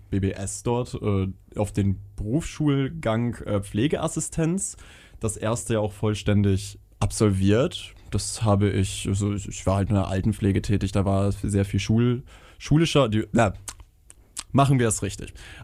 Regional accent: Rothenburg, Germany; now in Hannover, Germany; Richtig, ich bin in Hannover, weil ich dort ich bin für meine Ausbildung nach Hannover gezogen. Ich komme ja ursprünglich aus Rothenburg, wie ich auch heute Morgen hier noch war und ja, angereist bin, weil meine Familie da wohnt.

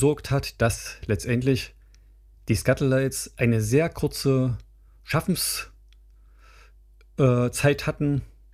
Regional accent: Jena, Thuringia, Germany; born or raised there

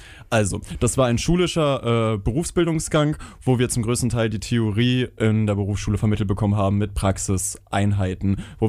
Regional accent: Rothenburg, Germany; moved away as an adult; now in Hanover, Germany; Richtig, ich bin in Hannover, weil ich dort bin für meine Ausbildung nach Hannover gezogen. Ich komme ja ursprünglich aus Rothenburg

